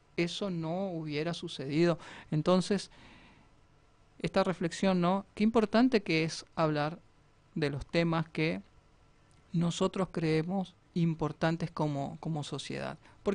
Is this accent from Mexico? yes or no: no; Argentina